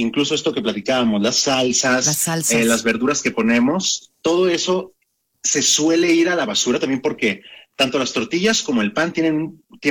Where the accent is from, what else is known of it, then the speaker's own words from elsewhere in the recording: Mexico; siendo mexicano